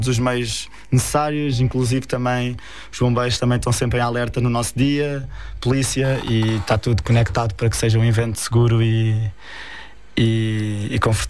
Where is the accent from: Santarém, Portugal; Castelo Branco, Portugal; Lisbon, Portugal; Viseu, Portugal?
Lisbon, Portugal; Carvoeira; na terra que cresci, na Carvoeira.